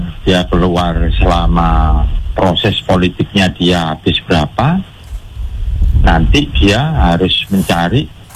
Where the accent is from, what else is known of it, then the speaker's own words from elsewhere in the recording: Sidoarjo, East Java, Indonesia; Ini saya ini kan dari Sidoarjo nih, Jawa Timur.